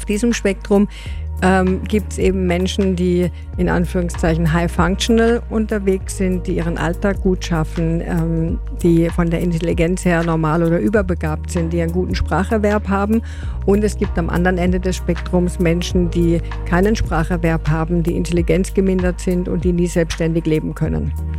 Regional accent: Germany; Also diese Erfahrung habe ich als Deutsche auch gemacht.

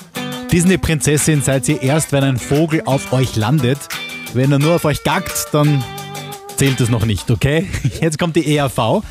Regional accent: Salzburg, Austria; now in Vienna, Austria; Ich als Salzburger habe es ja nicht gekannt

